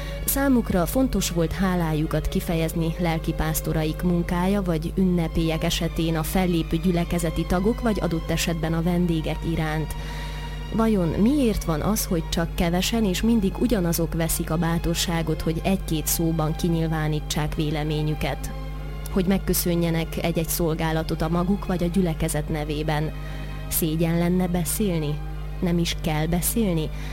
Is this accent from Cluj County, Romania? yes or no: yes; Türe, Cluj County, Romania; Én is hallom, miként cseng, és sorra elevenednek meg az emlékek, mert én is ebben a faluban nőttem fel.